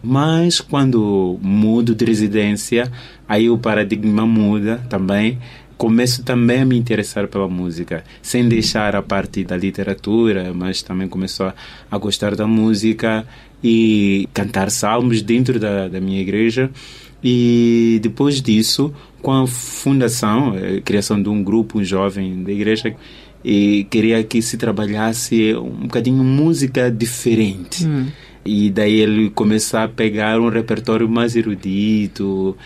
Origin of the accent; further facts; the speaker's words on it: Mozambique; nós estamos como africanos, como moçambicanos, a música está sempre lá.